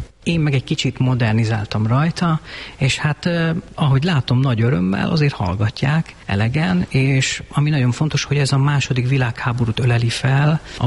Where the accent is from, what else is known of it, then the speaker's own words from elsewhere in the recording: Nagykanizsa, Zala, Hungary; Hát ugye én Zala megyei vagyok, azon belül is Nagykanizsai